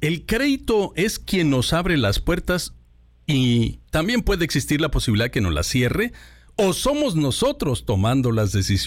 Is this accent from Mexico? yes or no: yes; Mexico; moved away; Soy guía financiero, soy mexicano inmigrante que llegué con una tremenda maleta de sueños como todos ustedes